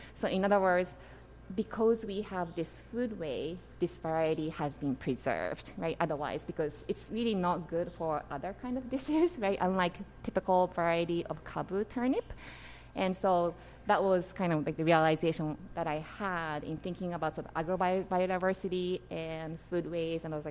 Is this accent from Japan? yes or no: yes; Japan; moved away; I grew up in Japan. I was born in Japan, grew up in Japan mostly